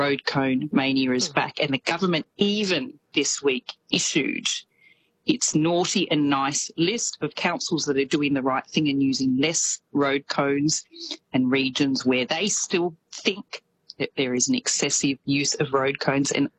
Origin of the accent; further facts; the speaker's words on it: Australia; accent: Australian; now in New Zealand; And Lord knows, people like me with my colonial Australian accent often butcher them.